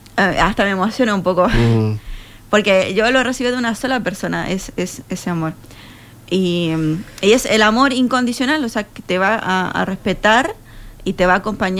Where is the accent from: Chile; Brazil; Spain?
Chile; No le puedo decir que soy chilena porque es mi nacionalidad